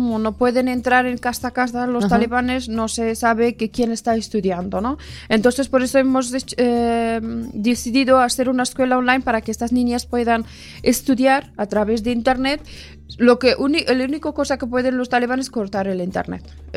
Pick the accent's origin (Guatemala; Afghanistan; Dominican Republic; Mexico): Afghanistan; now in Spain